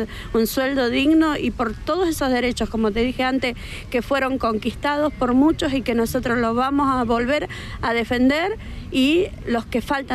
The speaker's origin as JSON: {"language": "Spanish", "country": "Argentina", "said": "como argentinos, como ciudadanos de este país"}